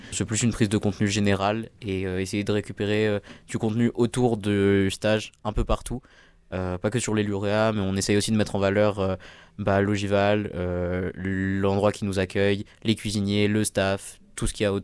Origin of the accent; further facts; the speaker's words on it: Avignon, Provence-Alpes-Côte d'Azur, France; je viens de Royès, Avignon.